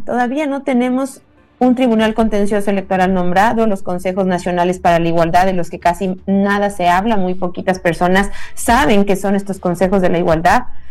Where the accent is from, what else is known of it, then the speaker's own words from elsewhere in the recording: Ecuador; nosotros como ecuatorianos